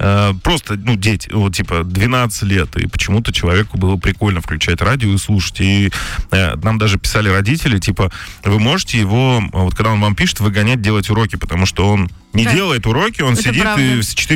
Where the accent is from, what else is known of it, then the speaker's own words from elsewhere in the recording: Kyrgyzstan; moved away; я же из Киргизии, с детства.